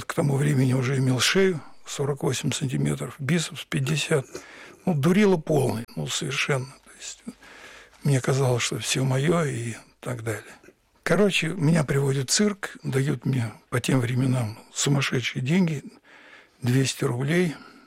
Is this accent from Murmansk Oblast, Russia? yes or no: no; Moscow, Russia; Вырос я в Москве, учился в одной школе с Леней Якубовичем, друг моего детства.